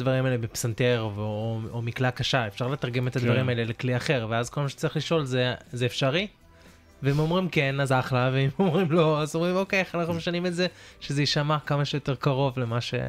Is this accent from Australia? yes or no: yes; Australia; כי ההורים שלי שניהם ישראלים, וכל אחד, כאילו כל אחד מאיתנו נולד במדינה אחרת, ודי גדלנו פה באוסטרליה.